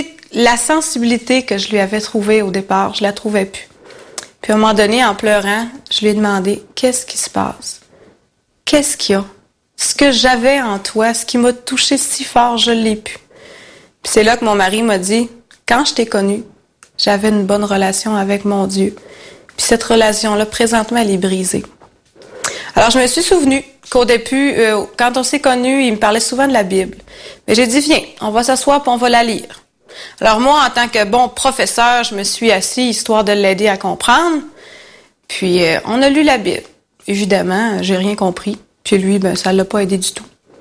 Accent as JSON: {"language": "French", "region": "Quebec", "country": "Canada", "said": "j'étais seule dans cette région-là parce que je venais du Saguenay."}